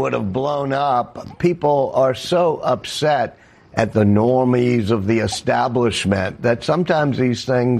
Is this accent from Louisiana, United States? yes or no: yes; Louisiana, United States; my home state of Louisiana